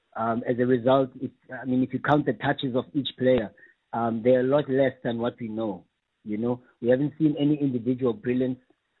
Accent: South Africa

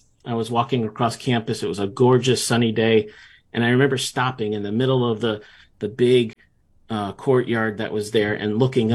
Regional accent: North Branford, Connecticut, United States; Well, I grew up here in Connecticut, southern Connecticut, in a town called North Branford. Lived here all my life, and it's in New Haven County. So on the kind of the beautiful shoreline of Connecticut is where I'm from and where I've grown up and a native of.

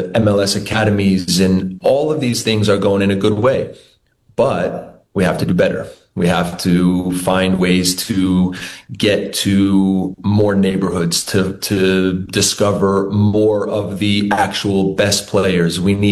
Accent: Princeton, New Jersey, United States; born there; I was born in Princeton, New Jersey. My dad was head coach at Princeton University at that time.

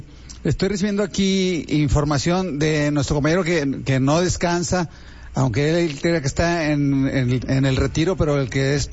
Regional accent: Monclova, Coahuila, Mexico; Yo, como soy de Monclova

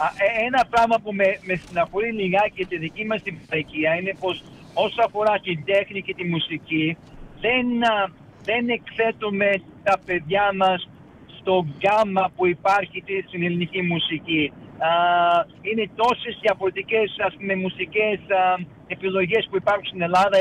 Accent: Melbourne, Victoria, Australia; όπου έλεγα πως ήμουν από Μελβούρνη, Αυστραλία, χαιρότανε

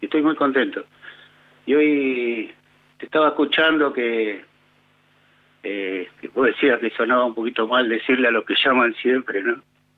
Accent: Lanús, Buenos Aires Province, Argentina

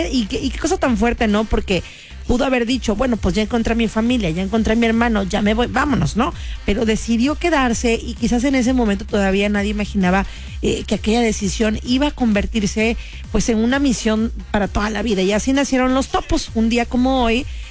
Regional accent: Mexico

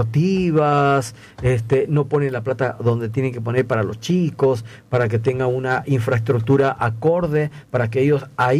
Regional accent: Peru; now in Rosario, Argentina; en mi país hay muchísima de raza negra, afroperuanos hay bastante.

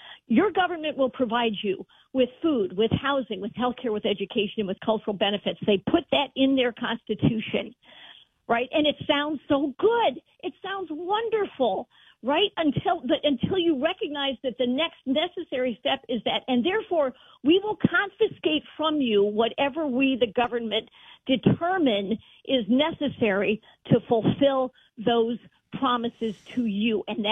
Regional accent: Munster, Indiana, United States; I grew up in Northwest Indiana in the 60s and 70s. I went to Munster, Indiana public schools.

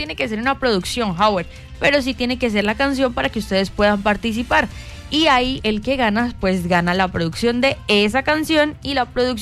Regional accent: Colombia; nosotros como colombianos

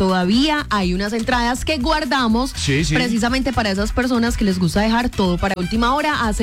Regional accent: Colombia; como buenos colombianos dejamos todo para última hora

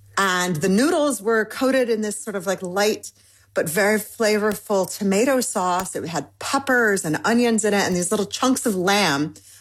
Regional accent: Michigan, United States; I'm Iranian-American. I grew up in Michigan, but my dad and my mom's from Michigan. She was born and raised there. But my father is Iranian.

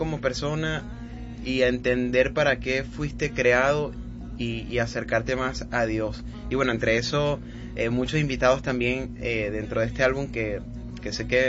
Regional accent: Venezuela; entonces yo crecí escuchando artistas como … En aquel entonces en mi país, Venezuela, eran los artistas, digamos que top

